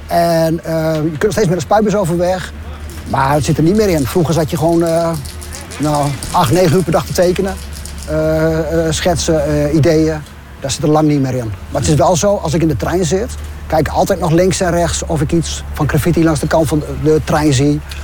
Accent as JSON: {"language": "Dutch", "town": "Winschoten", "region": "Groningen", "country": "Netherlands", "tie": "born there", "moved": "yes", "said": "Ik kom oorspronkelijk uit Winschoten."}